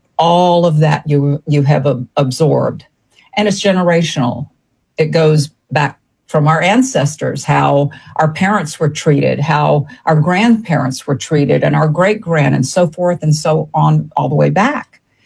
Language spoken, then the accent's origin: English; Savannah, Georgia, United States; growing up in the South, I grew up in Savannah, Georgia. I'm a Georgia girl.